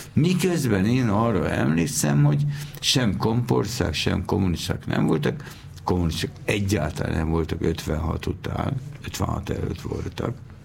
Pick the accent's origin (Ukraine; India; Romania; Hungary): Hungary